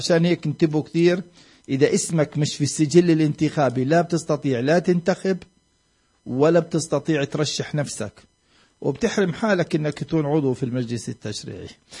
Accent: West Bank, Palestine

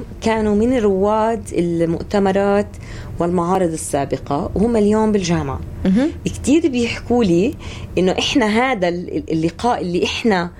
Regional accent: Palestine; يعني إحنا كشعب فلسطيني بالرغم من كل الظروف الصعبة اللي إحنا منعيشها

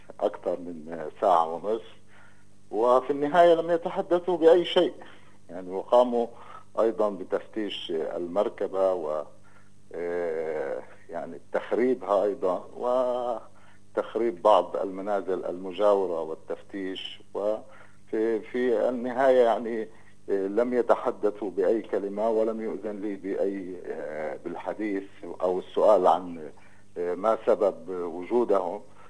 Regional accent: Palestine; نحن شعب فلسطيني واحد،

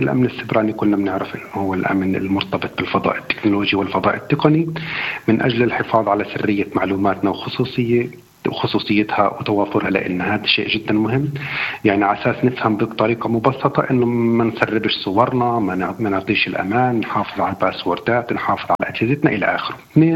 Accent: Palestine

